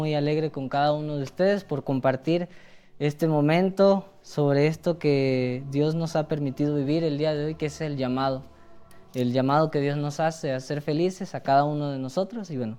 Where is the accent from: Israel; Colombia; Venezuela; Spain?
Venezuela; Caracas, Capital District; Soy de Venezuela, la ciudad de Caracas, bueno, a las afueras, una parroquia que se llama Cartanal.